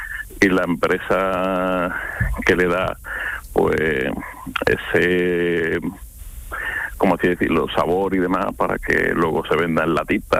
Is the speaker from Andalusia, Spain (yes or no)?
yes; Seville, Andalusia, Spain; Pues yo soy de Sevilla, nosotros de Sevilla.